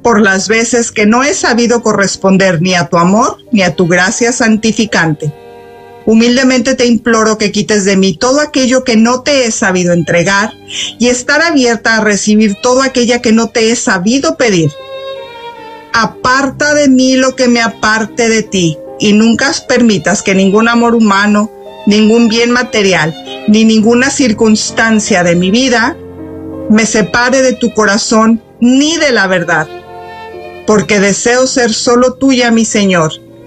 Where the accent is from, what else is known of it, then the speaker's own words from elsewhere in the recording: Mexico; yo, que soy mexicana